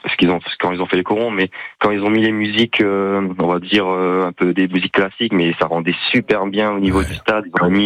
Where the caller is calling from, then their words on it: Dunkirk, Hauts-de-France, France; je vis sur Dunkerque